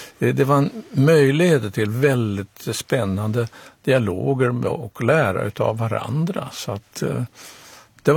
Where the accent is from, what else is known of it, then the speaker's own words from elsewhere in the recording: Stockholm, Stockholm County, Sweden; jag är nämligen uppvuxen på Fredrikshovsgatan, för pappa var präst i Oskarskyrkan 19 år, så det har jag ju sprungit som barnsben.